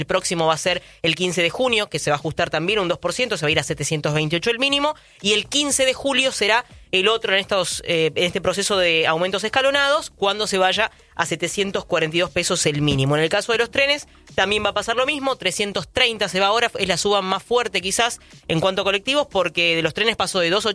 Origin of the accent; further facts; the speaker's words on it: Catamarca, Argentina; yo que soy de Catamarca